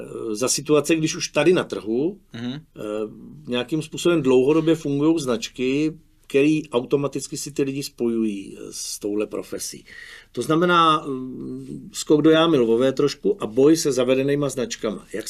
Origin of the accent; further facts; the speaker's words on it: Brno, South Moravian Region, Czechia; jsou sami šikovní lidi, já jsem z Brna, víš.